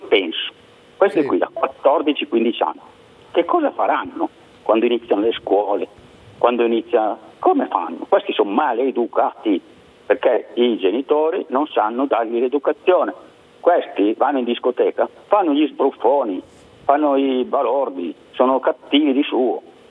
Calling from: Genoa, Liguria, Italy; da Genova.

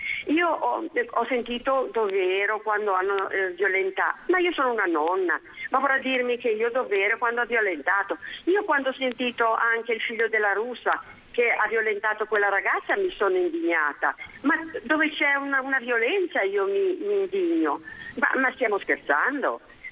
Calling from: Genoa, Liguria, Italy; siamo bianchi e siamo di Genova e siamo

